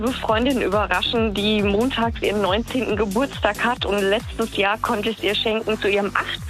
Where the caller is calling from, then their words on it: Baden-Württemberg, Germany; Aus der Nähe von Mannheim.